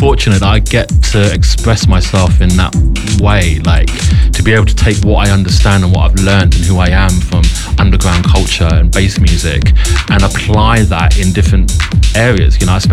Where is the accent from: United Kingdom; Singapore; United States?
United Kingdom; London; You know, I was born and raised in London, you know, the music I was listening to was very London centric